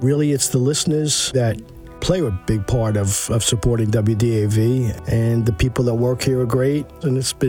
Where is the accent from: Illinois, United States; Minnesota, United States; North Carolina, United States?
North Carolina, United States; Charlotte; I'm from Charlotte, North Carolina.